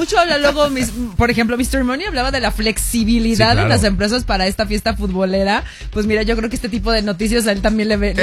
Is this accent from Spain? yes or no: no; Mexico; Pero me encanta como somos los mexicanos, ¿no?